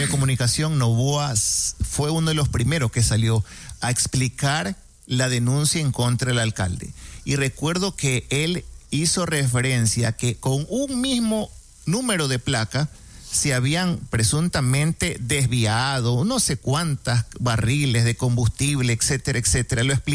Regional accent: Ecuador; nosotros como ecuatorianos

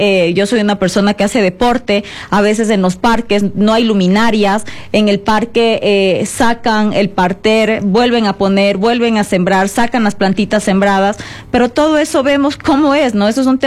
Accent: Quito, Pichincha, Ecuador; Yo como capitalina, yo como quiteña, como pichinchana

